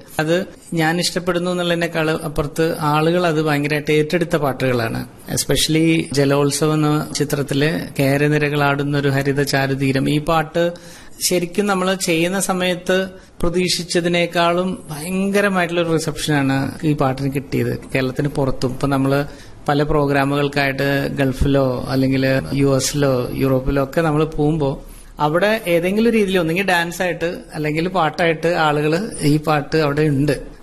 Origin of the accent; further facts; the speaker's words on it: Thrissur, Kerala, India; moved away as an adult; also born or lived in Dubai; ഞാൻ തൃശ്ശൂര് നെല്ലിക്കുന്നതിനടുത്ത് കാച്ചേരി എന്ന് പറഞ്ഞൊരു സ്ഥലത്താണ്.